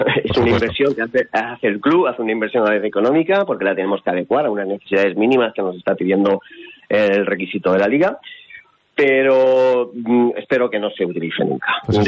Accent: Albacete, Castilla-La Mancha, Spain; born there; Soy albaceteño de nacimiento

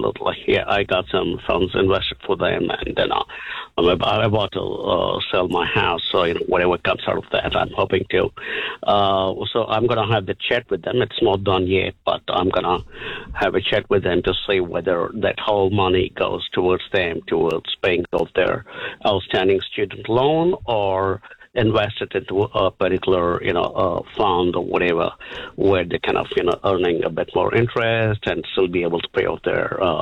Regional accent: India; also born or lived in United States / United Kingdom; now in New Zealand; Would you believe I'm actually Indian?

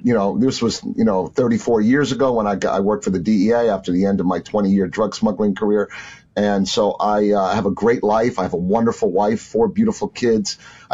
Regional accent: New Jersey, United States; also born or lived in New Orleans, Louisiana; Well, the bigger departure was from New Jersey. Because I started out as a little farm boy. My parents had a house on my grandfather's farm

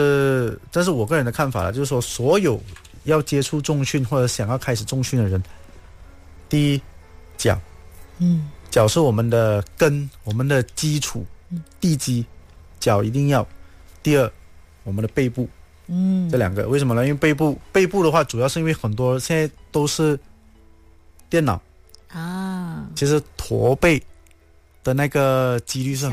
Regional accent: Malaysia

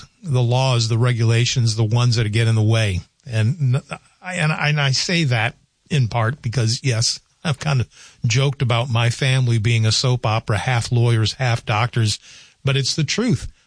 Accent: United States

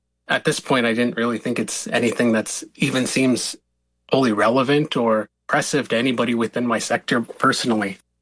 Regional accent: Red Lake, Minnesota, United States; also born or lived in Ponemah; now in Fond du Lac Reservation, United States

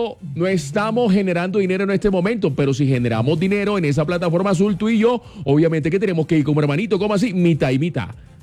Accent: Barranquilla, Atlántico, Colombia; Y es que nosotros los barranquilleros no hablamos así.

